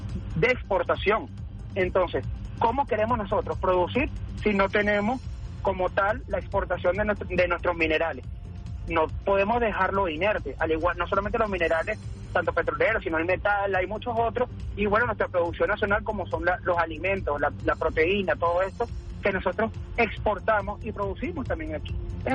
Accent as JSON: {"language": "Spanish", "country": "Venezuela", "said": "como propios venezolanos bolivarianos que somos"}